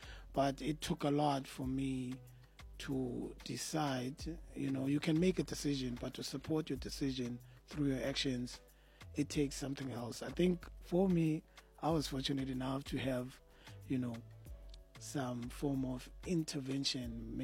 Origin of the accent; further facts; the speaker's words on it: Cape Town, Western Cape, South Africa; Now, I'm from Cape Town